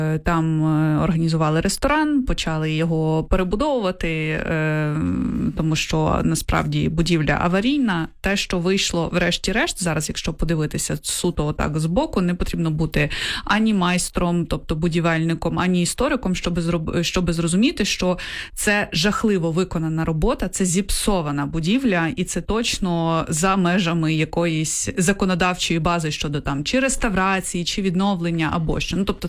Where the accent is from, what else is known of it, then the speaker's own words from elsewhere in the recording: Kyiv, Ukraine; я от як киянка